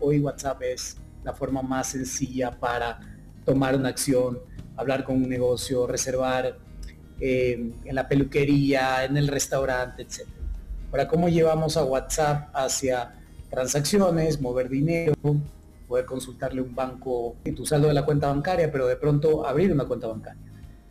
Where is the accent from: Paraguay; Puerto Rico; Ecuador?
Ecuador; moved away; yo soy originalmente de Ecuador, pero y me ven muy, muy joven, pero he estado emprendiendo desde los 18 años, yo casi tengo 40